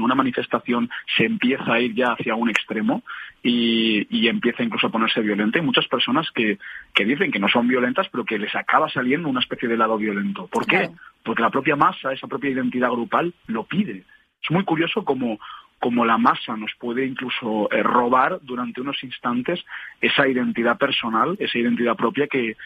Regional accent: Spain; simplemente soy español

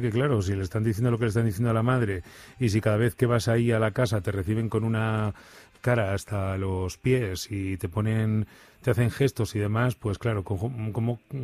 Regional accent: Burgos, Castile and León, Spain

